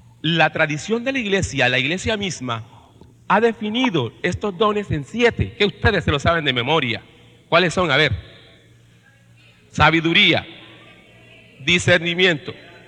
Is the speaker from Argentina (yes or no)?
no; Caribbean coast, Colombia; Yo sé porque soy de la costa atlántica. Yo sé porque soy de un pueblo.